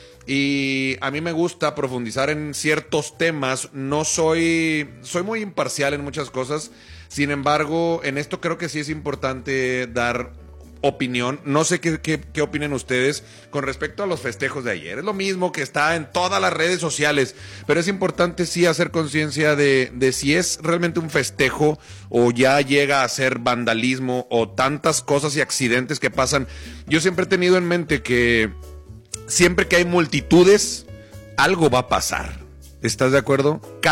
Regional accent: Monterrey, Nuevo León, Mexico; Como sociedad y como ciudadano mexicano, regiomontano, me alarma.

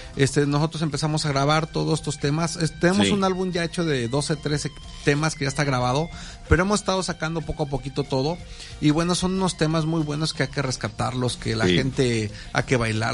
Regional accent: Xalapa, Veracruz, Mexico; somos veracruzanos, nosotros somos de Xalapa, Veracruz

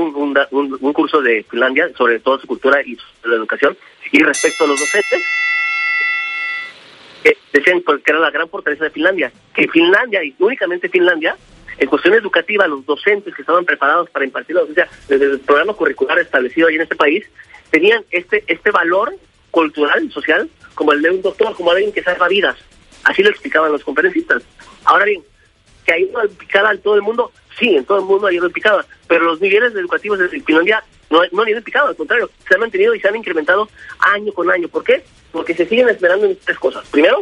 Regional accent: Mexico; nuestra responsabilidad civil como mexicanos

